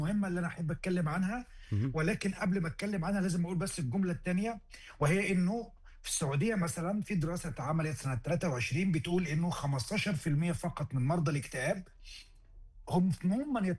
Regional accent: Egypt

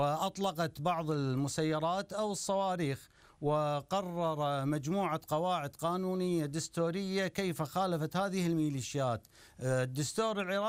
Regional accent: Kuwait; لا يكون هناك حرج، أنا كويتي وأنتم عراقيون لكننا في مركب واحد

